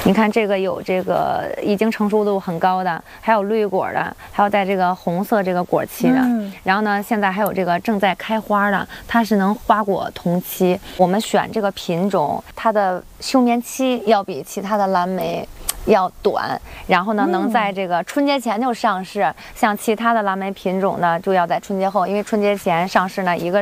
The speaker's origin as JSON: {"language": "Chinese", "region": "Beijing", "country": "China", "tie": "born or raised there", "moved": "yes", "said": "为我的家乡代言"}